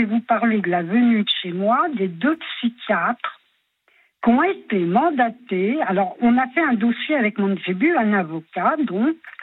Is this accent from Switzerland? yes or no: yes; Switzerland; accent: Swiss; je parle avec l'accent suisse. Et c'est vrai en plus, parce que j'ai pu me faire chambrer dans ma vie avec ça.